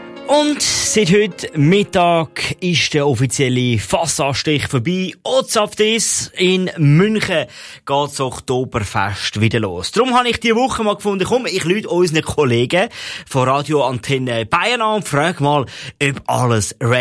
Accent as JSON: {"language": "German", "country": "Switzerland"}